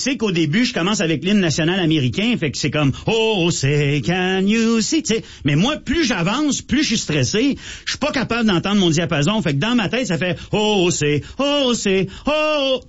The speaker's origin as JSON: {"language": "French", "town": "Ottawa", "region": "Ontario", "country": "Canada", "said": "moi je viens d'Ottawa, là, j'ai resté à Ottawa longtemps, mais je dis Ottawa, je voulais pas dire Canada"}